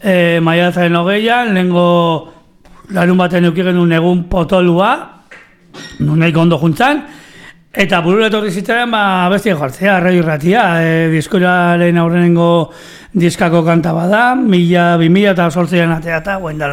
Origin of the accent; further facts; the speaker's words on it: San Sebastián, Basque Country, Spain; born there; Joan orkesten, bueno, ba, ni Donosti jaio nintzen.